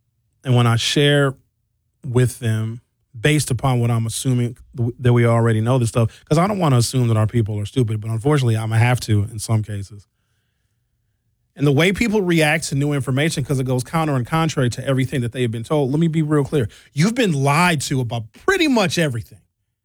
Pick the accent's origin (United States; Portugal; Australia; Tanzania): United States; Brown Deer, Wisconsin; I grew up in Brown Deer.